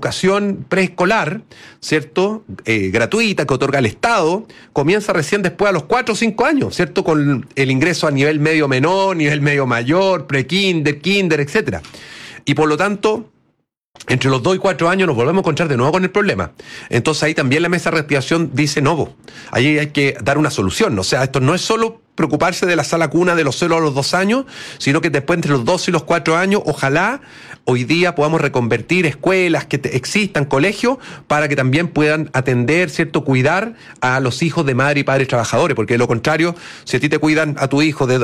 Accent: Ovalle, Coquimbo, Chile

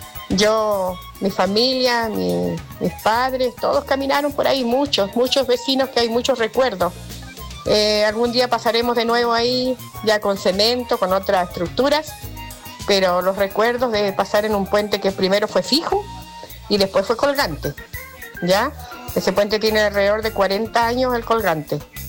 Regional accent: Osorno, Los Lagos, Chile; moved away as an adult; Nací y criada en Pilauco, a mis 62 años, que salí de ahí.

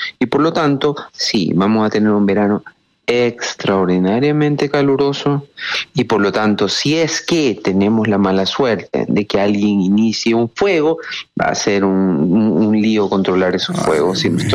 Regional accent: Ecuador; now in Chile; yo soy ecuatoriano

